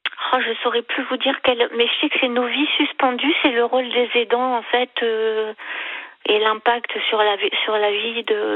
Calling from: Hauts-de-France, France; Moi, je suis en Picardie.

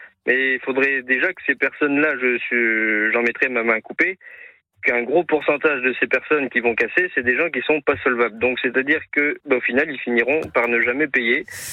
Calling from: Nouvelle-Aquitaine, France; Je suis non loin de Sainte-Soline

